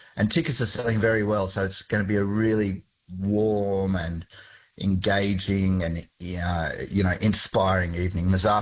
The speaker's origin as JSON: {"language": "English", "country": "Australia", "said": "myself as an Australian"}